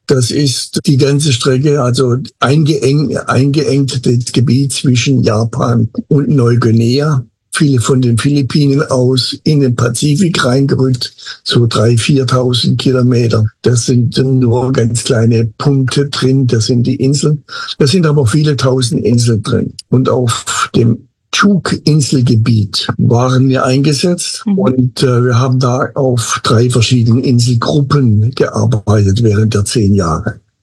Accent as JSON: {"language": "German", "region": "Baden-Württemberg", "country": "Germany", "also_born_or_lived": "Micronesia", "accent": "Swabian", "moved": "yes", "said": "Und ich bin Schwabe, meine Frau kam von Ostdeutschland, da ist zugewandert, ihre Eltern. Und von daher habe ich ein bisschen mehr Hochdeutsch gelernt, als das Schwäbische war."}